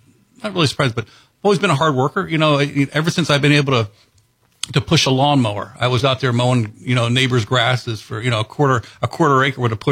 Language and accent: English; Ocala, Florida, United States; I grew up there in Ocala. Went to a private school. Went to a St. John's Lutheran school.